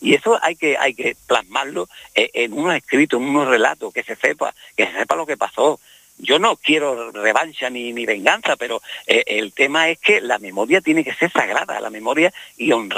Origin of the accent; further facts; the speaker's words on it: Spain; aquí somos todos españoles